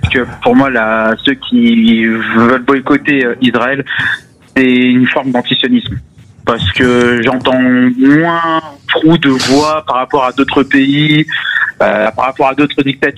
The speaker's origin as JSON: {"language": "French", "country": "France", "said": "vu qu'on est français, on ne peut pas voter pour son propre pays à l'Eurovision."}